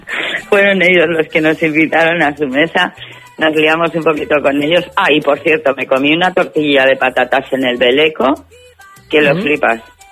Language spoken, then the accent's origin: Spanish; Extremadura, Spain; yo cuando dijo soy extremeña, pues somos extremeños